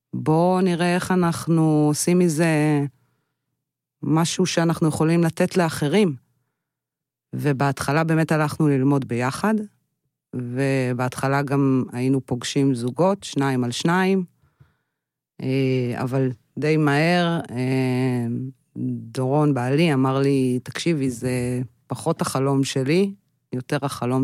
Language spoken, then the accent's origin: Hebrew; Jerusalem, Jerusalem District, Israel; אני גדלתי בירושלים, אז אפשר לומר שאפשר להוציא את הילדה מירושלים, קצת יותר קשה להוציא את ירושלים מהילדה.